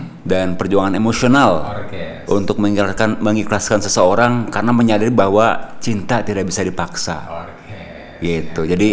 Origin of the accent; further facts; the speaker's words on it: Banten, Indonesia; kita juga sebagai warga Banten merasa bangga